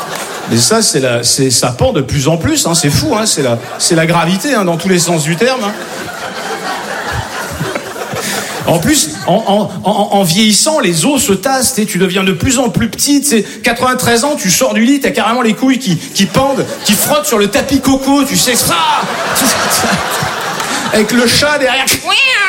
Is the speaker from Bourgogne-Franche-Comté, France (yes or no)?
no; Corsica, France; moi je suis corse